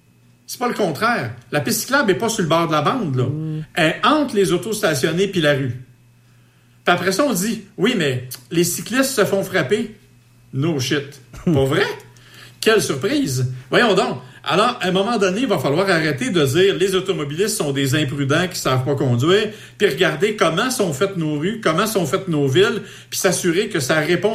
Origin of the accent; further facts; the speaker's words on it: Saint-Hyacinthe, Quebec, Canada; chez nous à Saint-Hyacinthe